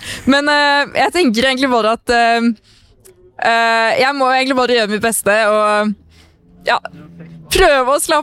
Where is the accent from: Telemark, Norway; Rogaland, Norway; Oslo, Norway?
Rogaland, Norway; Stavanger; det var vennegjengen min hjemme I Stavanger